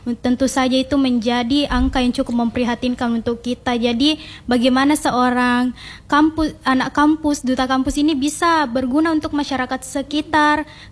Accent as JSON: {"language": "Indonesian", "region": "South Sulawesi", "country": "Indonesia", "said": "Saya berasal dari Kabupaten Jeneponto."}